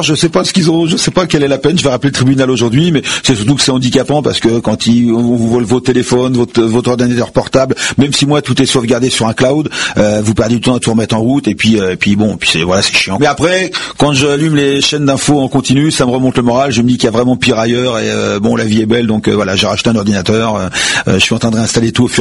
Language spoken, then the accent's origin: French; Mériel, Île-de-France, France; moi je suis un enfant du pays, donc j'ai connu Mériel avec moitié moins d'habitants, j'ai joué dans la forêt quand j'étais petit